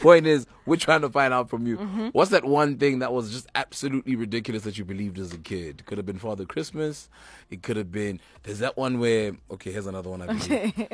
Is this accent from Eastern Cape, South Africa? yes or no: yes; Eastern Cape, South Africa; I am from the Eastern Cape.